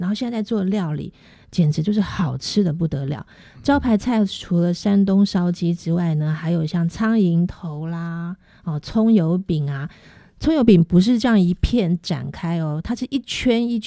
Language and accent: Chinese; Taiwan; born there; 这不就是我小时候眷村妈妈、